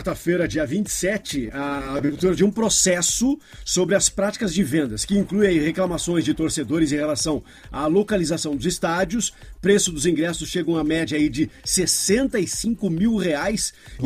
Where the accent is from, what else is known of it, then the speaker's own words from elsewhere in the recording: Brazil; eu falei que sou brasileiro